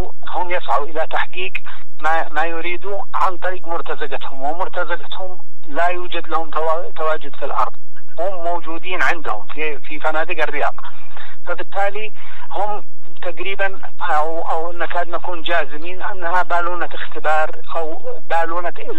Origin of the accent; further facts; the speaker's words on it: Yemen; عندنا في اليمن